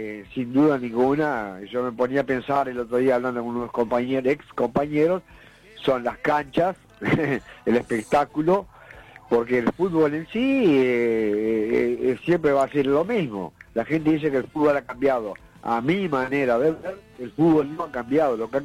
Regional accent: Uruguay; yo que soy futbolista y todos los futbolistas que somos, los uruguayos

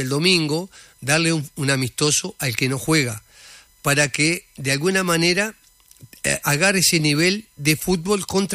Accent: Uruguay; Yo soy uruguayo y él es argentino.

